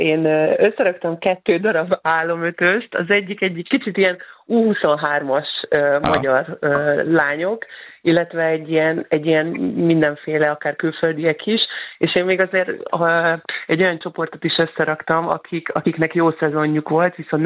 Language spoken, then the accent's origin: Hungarian; Sopron, Győr-Moson-Sopron, Hungary; én is soproniként, még Sopronban játszottam